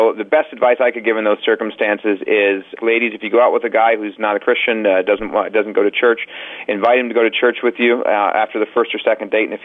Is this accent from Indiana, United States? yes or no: yes; Indianapolis, Indiana, United States; I used to go into this music store near my hometown, near in the music store in Indianapolis.